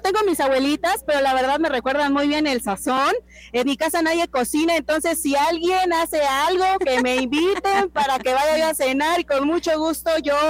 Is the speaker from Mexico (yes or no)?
yes; Mexico; Eso es el espíritu mexicano que nosotros tenemos aquí.